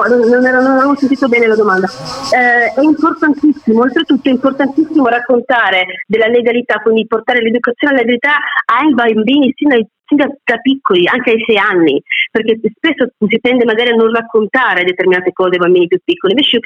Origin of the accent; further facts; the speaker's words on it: Sicily, Italy; mi hanno fatto anche capire da siciliana che purtroppo attualmente siamo ancora in minoranza, però ci siamo.